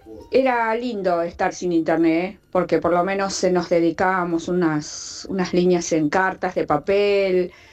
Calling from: Ciudad Evita, Buenos Aires Province, Argentina; de Ciudad Evita.

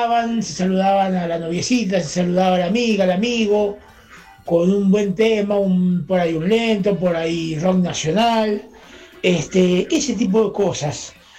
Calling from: San Martín, Mendoza, Argentina; de San Martín, Mendoza.

